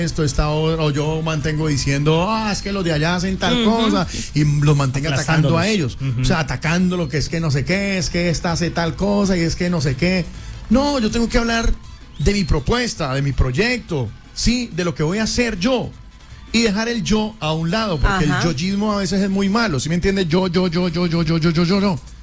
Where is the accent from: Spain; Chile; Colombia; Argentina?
Colombia; now in Villavicencio, Colombia; nosotros como colombianos